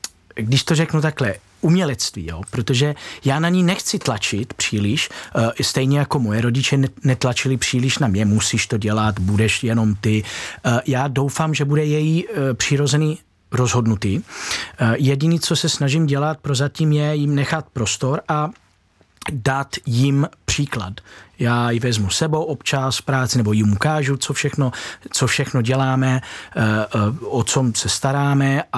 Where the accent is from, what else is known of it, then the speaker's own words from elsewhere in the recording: Italy; now in Czech Republic; jsem vyrostl v Itálii, kde moje jméno bylo pouze divný.